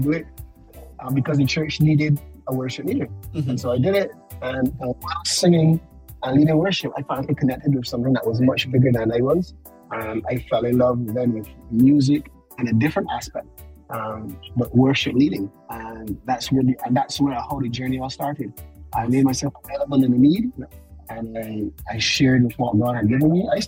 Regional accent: Barbados; I'm a 36-year-old Barbadian man.

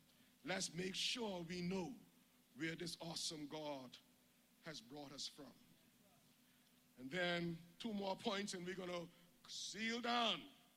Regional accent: Cockburn Town, Grand Turk, Turks & Caicos Islands; I could remember growing up in Grand Turk with Miss Sophia.

